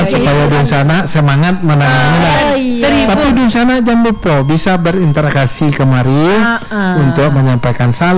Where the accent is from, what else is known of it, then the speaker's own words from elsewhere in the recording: West Sumatra, Indonesia; Minangkabau itu di kampung gua